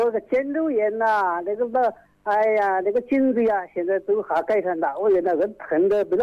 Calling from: Yichang, Hubei, China; 我是宜昌宜宾区。

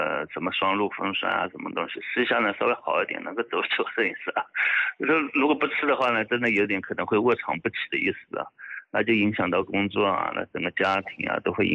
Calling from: Jinhua, Zhejiang, China; 我们金华这边嘛

